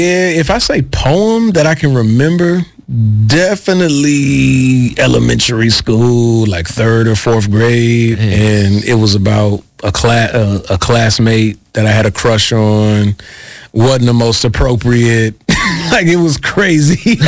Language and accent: English; Midwest, United States; for me, growing up in the Midwest, the albums were really dark.